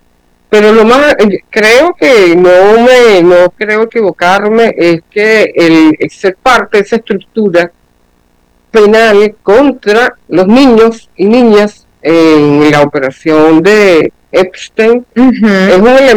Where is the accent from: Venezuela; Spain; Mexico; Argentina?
Venezuela; nosotros como venezolanos